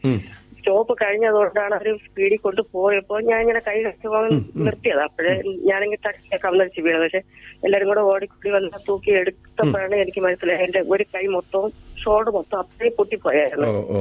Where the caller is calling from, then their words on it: Palakkad, Kerala, India; പാലക്കോട്ട് നിന്നാ വിളിക്കുന്നത്.